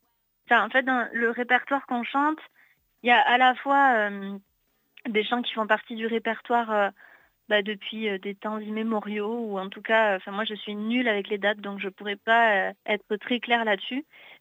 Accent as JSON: {"language": "French", "region": "Nouvelle-Aquitaine", "country": "France", "said": "Voilà, on est du Pays Basque et du coup, on a étudié le chant traditionnel au Pays Basque, le chant traditionnel aussi à Toulouse, au conservatoire."}